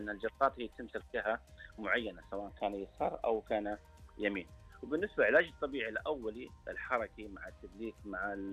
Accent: Saudi Arabia; عندنا في السعودية

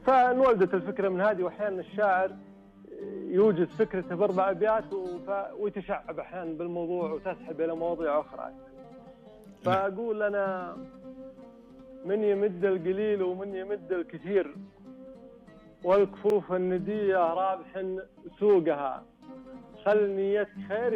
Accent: Northern Saudi Arabia, Saudi Arabia; احنا عندنا بالشمال طال عمرك فيها تكاتف اجتماعي

